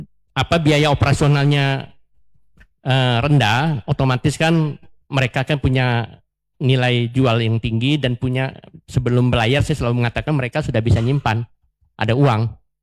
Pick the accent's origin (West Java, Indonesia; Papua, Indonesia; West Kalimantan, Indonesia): West Kalimantan, Indonesia; Ini kan daerah saya. Jadi masa di luar Kalimantan sudah banyak kan. Kita bantu daerah sendiri